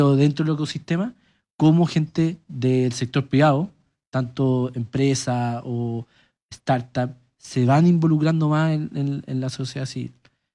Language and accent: Spanish; Colbún, Maule, Chile; Yo vengo de una familia que está muy metida en lo público, desde chicos, desde mis papás. Yo soy de Colbún, mis papás también de Talca